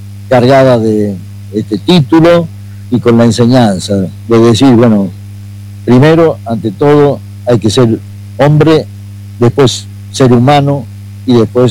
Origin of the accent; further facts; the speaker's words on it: Famatina, La Rioja, Argentina; yo originalmente soy de Famatina.